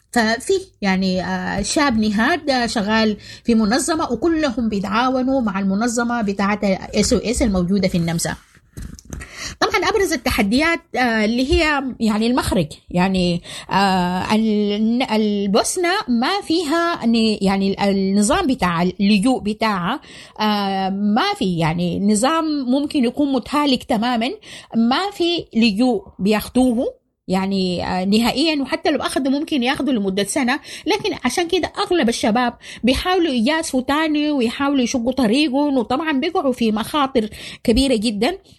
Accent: Sudan; وكنت أنا يعني سودانية ناشطة ومعروفة بمواقفي الواضحة ضد سياسة الاتحاد الأوروبي.

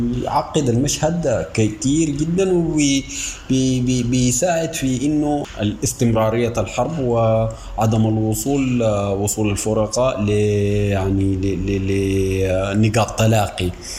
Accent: Sudan; وان احنا كدولة سودانية بنقول انه اللي هي تعدد الجيوش

